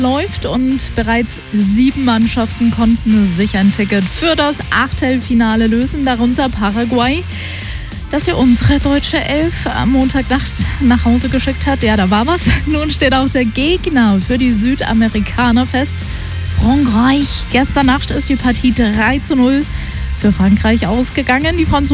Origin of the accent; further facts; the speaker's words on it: Düsseldorf, North Rhine-Westphalia, Germany; Rock aus Düsseldorf. Grüße in meine alte Heimat.